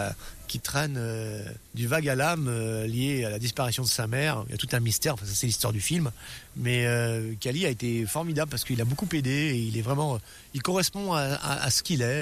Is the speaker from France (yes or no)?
yes; Nantes, Pays de la Loire, France; Je suis nantais, ouais, donc je suis pleinement concerné.